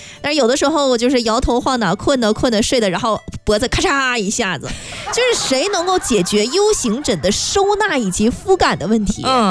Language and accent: Chinese; Fujian, China; 这个真符合我们福建人的风格。